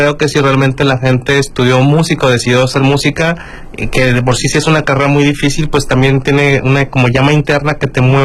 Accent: La Paz, Baja California Sur, Mexico; moved away as an adult; also born or lived in Mexico City; Ambos somos de La Paz, California

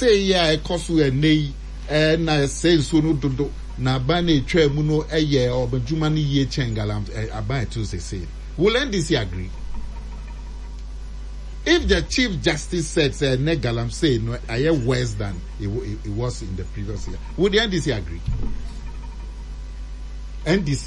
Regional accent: Ghana; As a Ghanaian, whether chief justice or radio presenter, you can comment on national issues.

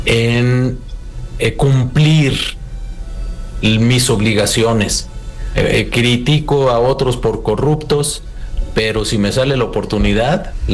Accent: Mexico; Soy un mexicano que practica un nacionalismo cotidiano.

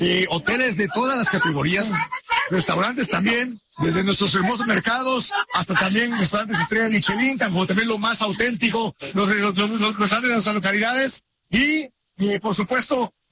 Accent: Oaxaca, Mexico; Yo nací aquí en Oaxaca, crecí en Oaxaca, amo Oaxaca

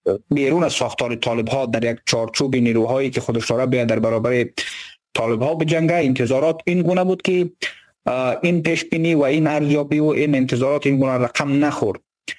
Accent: Badakhshan, Afghanistan; حالا از نظر ما که قضایا را دنبال میکردیم و از بدخشان هستیم،

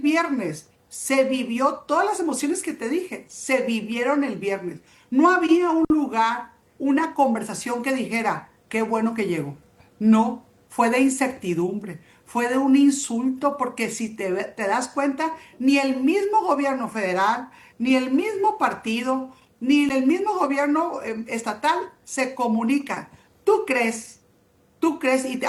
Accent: Sinaloa, Mexico; el centro de la gobernanza aquí en Sinaloa no somos los sinaloenses

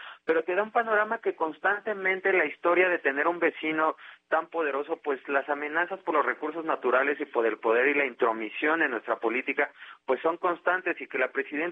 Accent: Mexico; antes de ser reportero soy un ser humano y soy un mexicano y de verdad tengo sentimientos muy nacionalistas

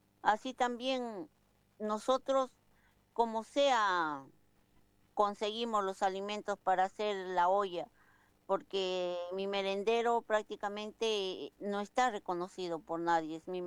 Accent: José León Suárez, Buenos Aires Province, Argentina; Bueno, compañera … soy de José León Suárez, del merendero Camino a la Cruz.

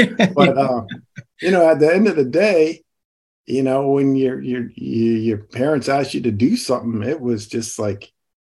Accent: Maryland, United States; also born or lived in New Jersey / Illinois / Hawaii / Indiana; I was born in Maryland, lived in New Jersey, went to Illinois, lived in Hawaii, lived in Indiana, lived in Maryland, and that's where I ended up going to school.

